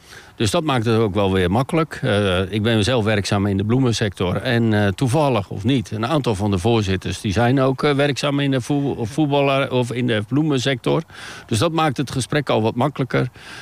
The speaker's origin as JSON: {"language": "Dutch", "town": "Rijnsburg", "region": "South Holland", "country": "Netherlands", "tie": "born or raised there", "also_born_or_lived": "Kampen / Katwijk", "moved": "yes", "lives_now": "Noordwijk, Netherlands", "said": "Ik ben in Rijnsburg opgegroeid. Ik ben niet in Rijnsburg geboren, maar wel een echte ui. En dat is omdat ik in Kampen ben geboren. Dus dan ben je kamper ui. Ik heb jarenlang, 20 jaar nu, in Katwijk gewoond."}